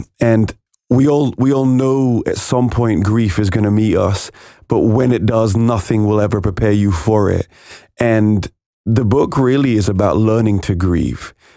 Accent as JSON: {"language": "English", "region": "England", "country": "United Kingdom", "said": "as an Englishman"}